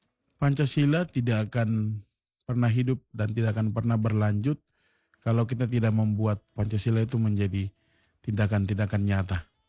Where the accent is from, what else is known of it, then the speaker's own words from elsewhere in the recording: South Papua, Indonesia; semenjak kita lahir dan besar di Papua Selatan ini